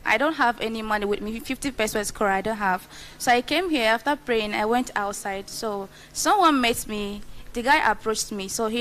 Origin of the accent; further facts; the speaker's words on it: Nigeria; I'm a Nigerian lady whom God has delivered from, whom God has showed mercy.